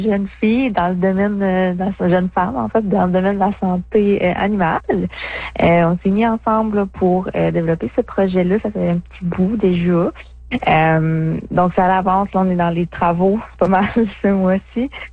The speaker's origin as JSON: {"language": "French", "town": "Rouyn-Noranda", "region": "Quebec", "country": "Canada", "lives_now": "Abitibi-Ouest, Canada", "said": "moi, je viens de Rouyn-Noranda."}